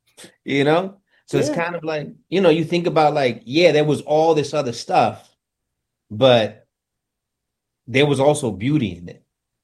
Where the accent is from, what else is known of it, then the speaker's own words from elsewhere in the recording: New York City, New York, United States; I mean, I grew up in the Bronx in the 70s, 80s, and 90s, right?